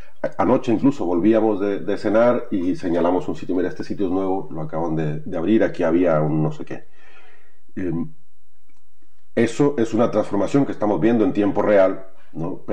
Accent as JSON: {"language": "Spanish", "region": "northern Mexico", "country": "Mexico", "moved": "yes", "said": "Yo soy del norte de México"}